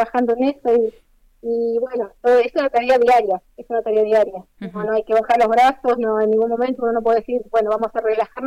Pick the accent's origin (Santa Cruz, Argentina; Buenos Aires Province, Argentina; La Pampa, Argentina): Santa Cruz, Argentina; Río Gallegos; born there; Yo soy nacida acá en Río Gallegos, soy santacruceña